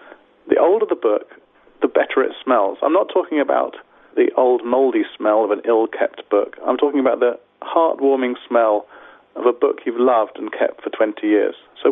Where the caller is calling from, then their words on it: East of England, United Kingdom; from Uttlesford, and I'm a science teacher in Bishop Stortford.